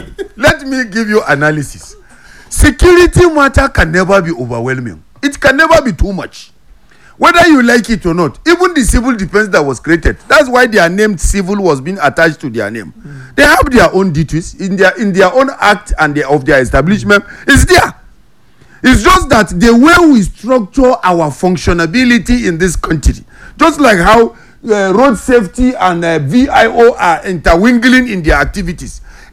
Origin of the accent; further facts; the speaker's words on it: Nigeria